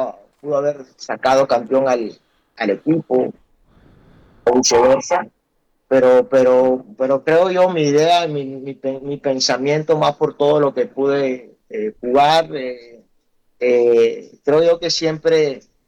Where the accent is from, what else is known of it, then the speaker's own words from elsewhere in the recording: Barranquilla, Atlántico, Colombia; soy barranquillero.